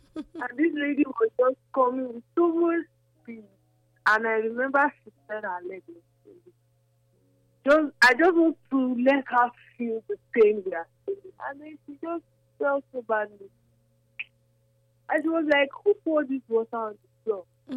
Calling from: Benin; I'm calling from Benin.

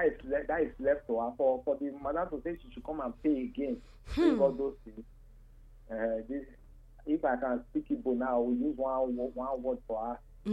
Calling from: Nigeria; I'm calling from Ikwenio, as usual.

